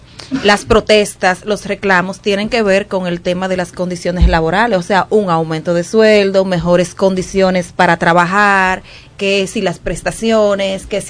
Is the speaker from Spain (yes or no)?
no; Dominican Republic; como país, y tan solidarios que somos los dominicanos